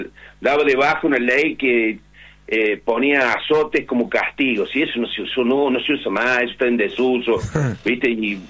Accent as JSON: {"language": "Spanish", "town": "La Toma", "region": "San Luis", "country": "Argentina", "said": "Yo soy de un pueblo que se llama La Toma"}